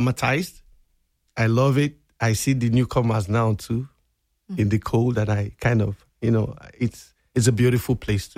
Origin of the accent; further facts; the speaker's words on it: Nigeria; moved away; growing up in Nigeria, man. I grew up just like most kids will. We speak English in Nigeria, of course, and I went to school, Western kind of education, but we had more community growing up. I lived in a town that was in the east